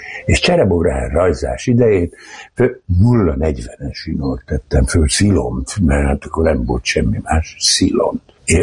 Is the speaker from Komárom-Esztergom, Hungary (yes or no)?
yes; Tatabánya, Komárom-Esztergom, Hungary; born there